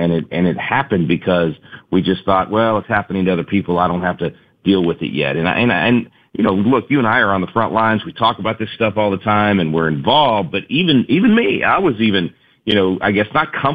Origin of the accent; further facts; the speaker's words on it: Texas, United States; where I grew up in the Dallas-Fort Worth area